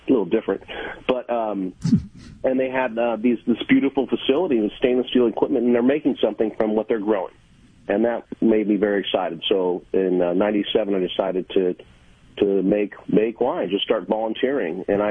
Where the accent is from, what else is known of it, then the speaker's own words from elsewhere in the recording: Wenatchee, Washington, United States; in my hometown of Wenatchee, Washington, hometown salute, Apple Capital of the World